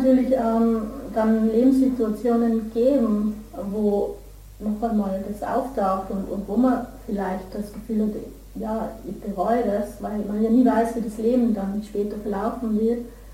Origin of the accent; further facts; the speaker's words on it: Tyrol, Austria; Weil es ein sehr stigmatisiertes Klima ist bei uns in Tirol, und sicher nicht nur bei uns, sondern allgemein.